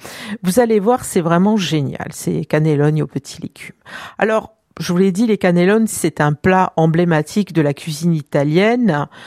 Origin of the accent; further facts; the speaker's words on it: Corsica, France; chez nous en Corse